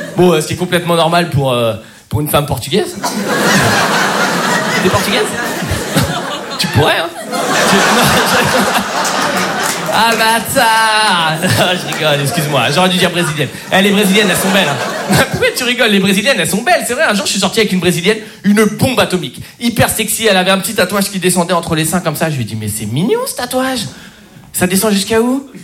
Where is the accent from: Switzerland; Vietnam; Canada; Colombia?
Vietnam; Non, ça n'a rien à voir, je suis vietnamien. Vietnamien, hein, c'est important, pas chinois, hein, ça n'a rien à voir. Nous, les Vietnamiens, on n'aime pas les Chinois.